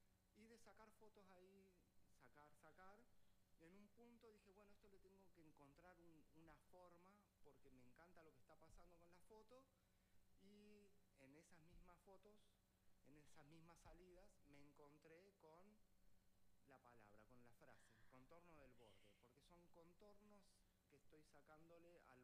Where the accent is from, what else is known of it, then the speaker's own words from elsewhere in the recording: Neuquén, Argentina; Y me tocó ir a vivir a un borde y mi infancia fue en un borde. Yo me crié en Neuquén cuando el patio de mi casa terminaba en la barda.